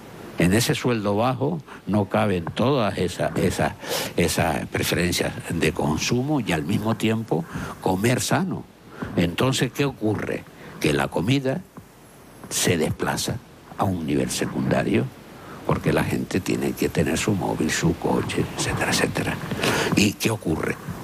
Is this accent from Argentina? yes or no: no; Canary Islands, Spain; los canarios somos de 17 comunidades, los primeros en consumo de mantequilla